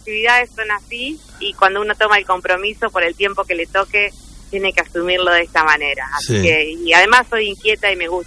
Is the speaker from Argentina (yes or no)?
yes; Argentina